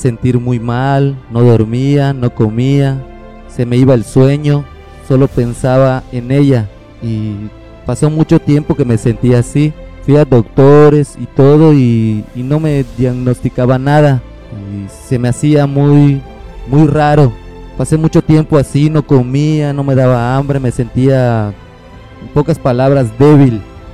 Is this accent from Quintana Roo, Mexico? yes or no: yes; Chetumal, Quintana Roo, Mexico; Soy de Chetumal.